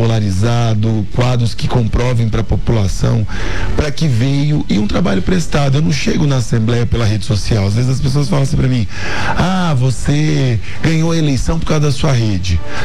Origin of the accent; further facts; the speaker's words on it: Naviraí, Mato Grosso do Sul, Brazil; moved away as an adult; also born or lived in Viema / Dourados; Nasci em Viema, cresci em Naviraí, fui para Dourados como um filho do interior para fazer faculdade